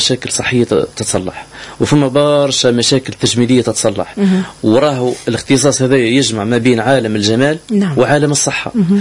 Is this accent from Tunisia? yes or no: yes; Medenine, Tunisia; انا جاي من ولايه مدنين صحيح، ولكن انا ولد تونس ونحب ننفع بلادي بالخبره اللي عندي.